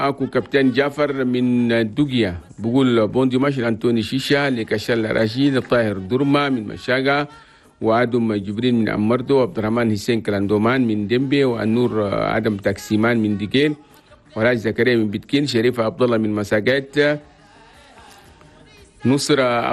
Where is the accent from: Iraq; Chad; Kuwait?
Chad; العالم وخاصة 23 ولاية بلدنا تشاد